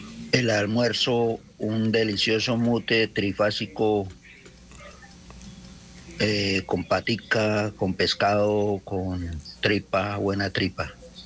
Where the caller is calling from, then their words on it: Piedecuesta, Santander, Colombia; De acá de Piedecuesta, territorio Bésame.